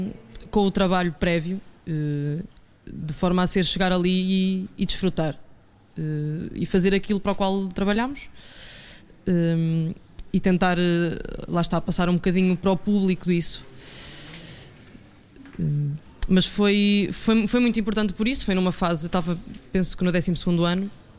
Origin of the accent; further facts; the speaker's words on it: Carregal do Sal, Centro, Portugal; eu sou de Carregal do Sal, que é um concelho vizinho